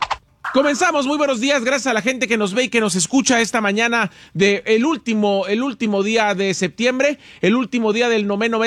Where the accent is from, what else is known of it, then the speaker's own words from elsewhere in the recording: Morelia, Michoacán, Mexico; moved away; le mando un saludo a todos mis paisanos de Morelia, Michoacán